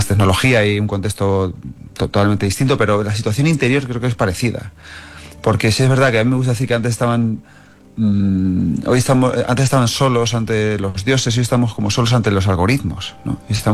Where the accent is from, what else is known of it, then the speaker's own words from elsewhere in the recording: Manzanares, Castilla-La Mancha, Spain; Yo soy de un pueblo de Ciudad Real muy chiquitín, de Manzanares. Bueno, no tan chiquitín, somos 15, 18 mil.